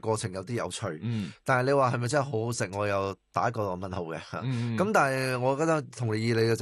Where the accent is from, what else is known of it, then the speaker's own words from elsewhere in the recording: Chaoshan, Guangdong, China; moved away; 我系来自潮汕。